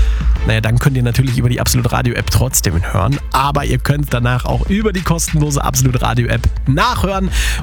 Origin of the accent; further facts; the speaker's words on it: Koblenz, Rhineland-Palatinate, Germany; Und heute Newcomer aus quasi meiner Heimat, aus Koblenz in Rheinland-Pfalz.